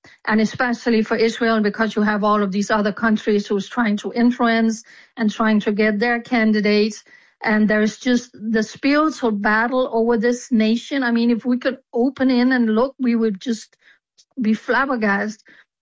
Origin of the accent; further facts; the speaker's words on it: Denmark; I said, I'm from Denmark.